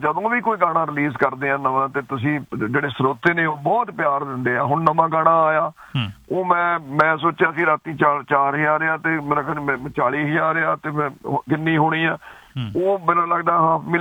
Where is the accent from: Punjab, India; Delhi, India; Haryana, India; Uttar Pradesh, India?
Punjab, India; Hussainpur; now in England, United Kingdom; ਅਸੀਂ ਨਕੋਦਰ ਦੇ ਨਾਲ, ਸਾਡਾ ਪਿੰਡ ਆ ਜੀ ਹੁਸੈਨਪੁਰ